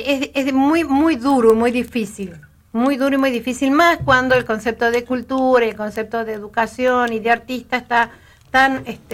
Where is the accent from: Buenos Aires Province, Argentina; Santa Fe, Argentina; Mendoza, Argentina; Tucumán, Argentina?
Mendoza, Argentina; now in Santa Cruz, Argentina; Yo amo mi Mendoza